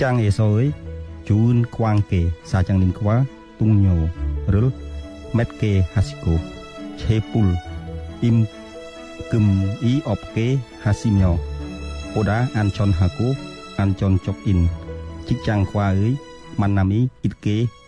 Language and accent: Korean; Cambodia; 저는 캄보디아에서 온